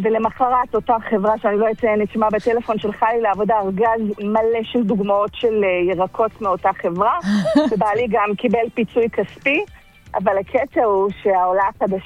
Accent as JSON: {"language": "Hebrew", "country": "Turkey", "moved": "yes", "lives_now": "Israel", "said": "עולה חדשה מטורקיה. סיימתי תואר, התחלתי לעבוד כמו רוב הכלכלנים בבנקים"}